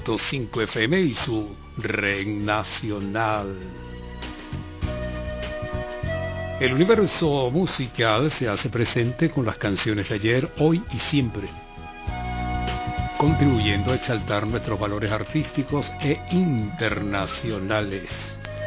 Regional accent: San Cristóbal, Táchira, Venezuela; moved away; Yo estudiaba en un liceo allá en mi pueblo, el estado Táchira, San Cristóbal

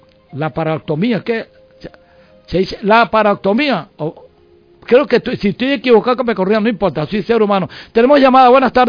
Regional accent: Venezuela; born there; moved away; allá en mi pueblo

